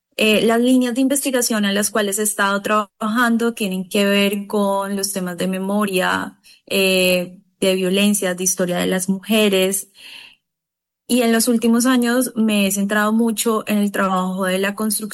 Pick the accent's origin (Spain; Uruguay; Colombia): Colombia; Buenaventura, Valle del Cauca; born there; now in Cali, Colombia; nací en Buenaventura y emigré a la ciudad de Cali.